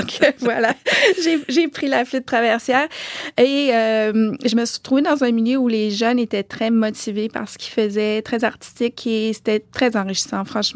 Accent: Quebec, Canada; Et ce que les Français font n'existe pas chez nous au Québec.

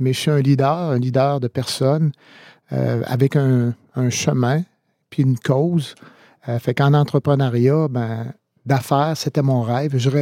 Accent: Quebec, Canada; Ben, je suis Beauceron, évidemment

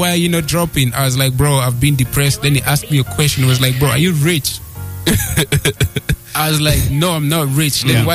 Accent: Kitgum, Northern Region, Uganda

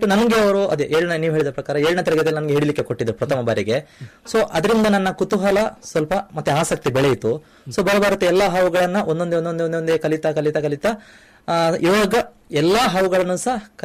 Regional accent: Bantwal, Karnataka, India; born there; ಅಂದರೆ ನಮ್ಮದು ಮನೆ ಇರುವಂಥದ್ದು ನಮ್ಮ ಕಾರಂಜ, ಬಂಟ್ವಾಳದ ಕಾರಂಜ ಅರಣ್ಯ ಪ್ರದೇಶ ಉಂಟು, ಕೊಡ್ಯಮಲೆ ರಿಸರ್ವ್ ಫಾರೆಸ್ಟ್ ಉಂಟು, ಅದರ ಹತ್ತಿರನೇ ನನ್ನ ಮನೆ ಇರುವಂಥದ್ದು.

